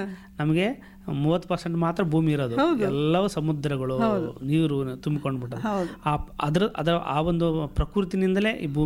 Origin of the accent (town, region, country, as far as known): Raichur, Karnataka, India